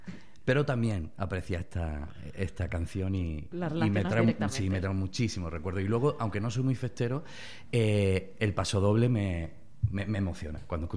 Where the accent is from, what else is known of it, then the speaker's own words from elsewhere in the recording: Villena, Valencian Community, Spain; now in Málaga, Spain; estoy muy, muy, muy contento de haber vuelto a mi pueblo